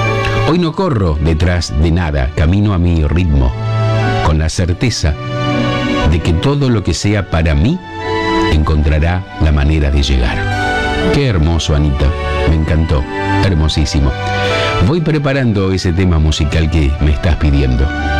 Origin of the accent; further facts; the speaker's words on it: Arequito, Santa Fe, Argentina; nos ven en Villa Eloísa, Los Molinos, Arequito, mi pueblo, Los Nogales, San José de la Esquina y Arteaga.